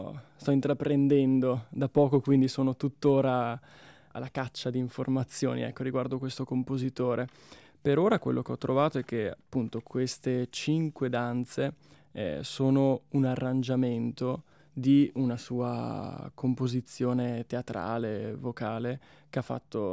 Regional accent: Verona, Veneto, Italy; moved away as an adult; now in Bolzano, Italy; io sono di Verona, da Verona mi sono trasferito a Bolzano

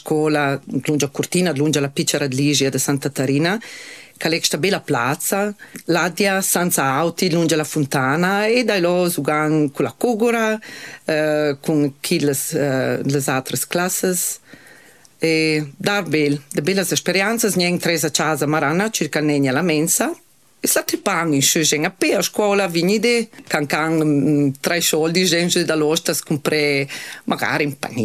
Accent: Corvara, Trentino-Alto Adige, Italy; Io sono cresciuta su a Corvara. Io sono giunta a scuola in Corvara.

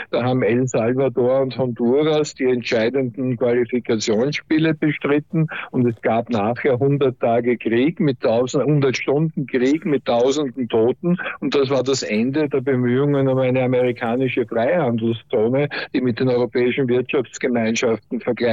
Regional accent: Austria; das ist für mich als Österreicher natürlich in der Gruppenphase das wichtigste Spiel

